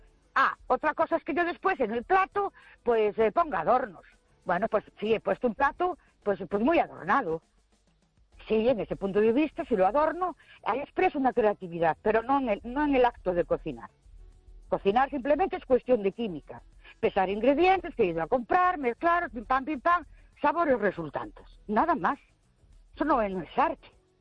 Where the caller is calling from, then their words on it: Ourense, Galicia, Spain; Buenas noches … de Orense.